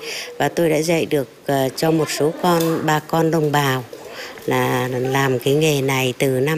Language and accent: Vietnamese; Hanoi, Vietnam; moved away as an adult; ở quê hương tôi là có cái làng nghề truyền thống gọi là làng nghề Phú Vinh. Thì tôi vào đây năm 94